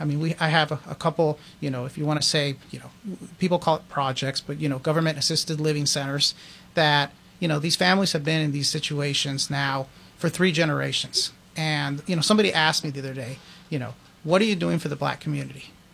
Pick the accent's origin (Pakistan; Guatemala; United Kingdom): Guatemala; now in United States; I mean, my family and I came here from Guatemala. We waited over 20 years to become citizens.